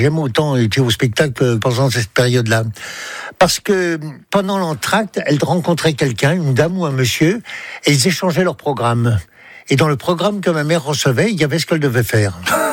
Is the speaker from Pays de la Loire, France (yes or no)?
no; Paris, Île-de-France, France; Je suis né à Paris dans le 14e, j'ai passé mon enfance dans le 11e arrondissement.